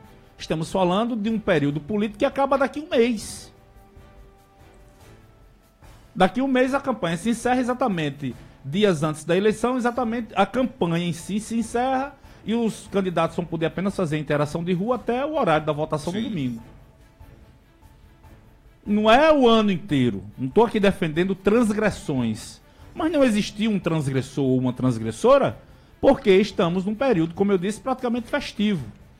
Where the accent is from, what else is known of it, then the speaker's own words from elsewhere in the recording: Santa Rita, Paraíba, Brazil; born there; Nasci em Santa Rita, na Flávio ou no Ceslau, pelas mãos de Dorivaldo, de Oildo, de Misael Stack.